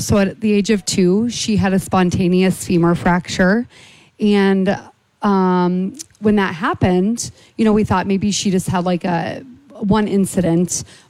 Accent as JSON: {"language": "English", "town": "Wapello", "region": "Iowa", "country": "United States", "said": "We're from Wapello, okay. Iowa."}